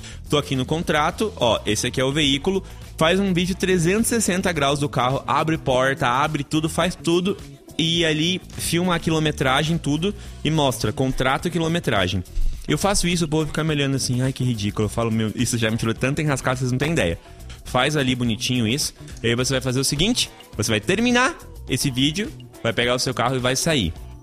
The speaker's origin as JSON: {"language": "Portuguese", "country": "Brazil", "said": "sou brasileira"}